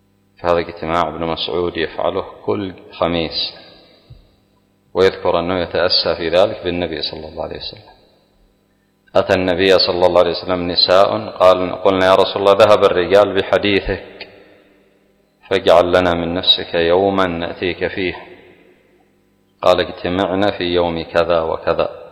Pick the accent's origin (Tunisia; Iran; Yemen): Yemen